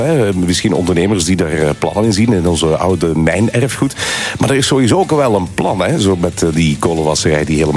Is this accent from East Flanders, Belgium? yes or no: no; Limburg, Belgium; denk wij als Limburgers, moeten er naartoe komen, hè?